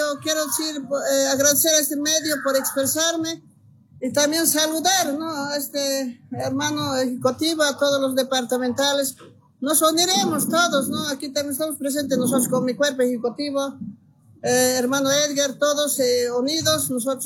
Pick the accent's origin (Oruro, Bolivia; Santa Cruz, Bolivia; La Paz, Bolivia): La Paz, Bolivia; El Alto; Nosotros somos de la Ciudad del Alto